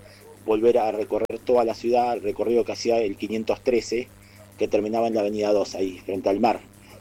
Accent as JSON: {"language": "Spanish", "town": "Necochea", "region": "Buenos Aires Province", "country": "Argentina", "tie": "born or raised there", "moved": "as an adult", "said": "yo que soy de Necochea y allí viví hasta terminada mi adolescencia"}